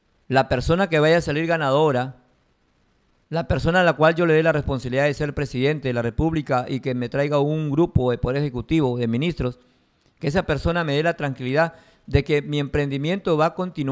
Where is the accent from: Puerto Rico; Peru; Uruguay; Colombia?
Peru; Necesitamos, como peruanos, la gran mayoría, creo yo, estabilidad, paz, tranquilidad